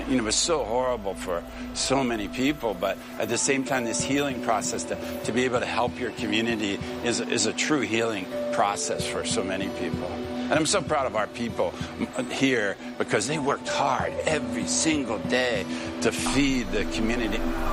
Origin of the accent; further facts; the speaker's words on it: Pittsburgh, Pennsylvania, United States; also born or lived in Philadelphia / Frankfurt, Germany; now in Hawaii, United States; I grew up in Pittsburgh, went to school in Philadelphia, and then I did a chef's apprenticeship with the Rock Resorts. After that, I worked in Frankfurt, Germany. And then in 1983, I came to Hawaii as a cook